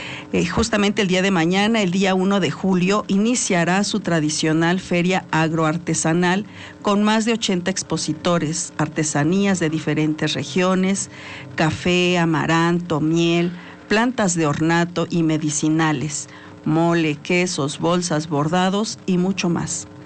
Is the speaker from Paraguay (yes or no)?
no; Mexico